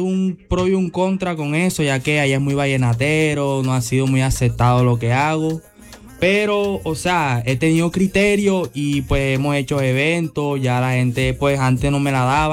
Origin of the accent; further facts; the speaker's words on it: La Guajira, Colombia; Vengo desde La Guajira